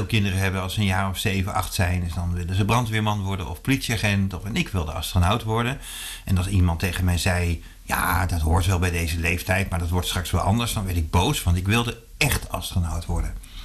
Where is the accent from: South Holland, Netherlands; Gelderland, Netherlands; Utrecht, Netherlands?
Gelderland, Netherlands; Zutphen; dat was in Zutphen, waar ik vandaan kom.